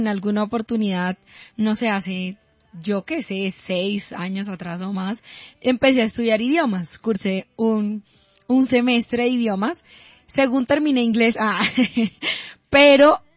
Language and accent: Spanish; Caribbean coast, Colombia; accent: costeño; Además que yo soy costeña y el acento es muchísimo más marcado.